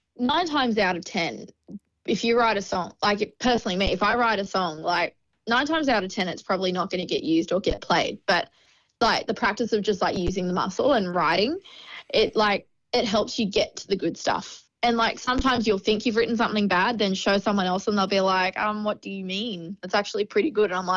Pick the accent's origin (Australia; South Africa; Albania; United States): Australia; Sydney, New South Wales; moved away; I grew up in Western Sydney, so I need to come home.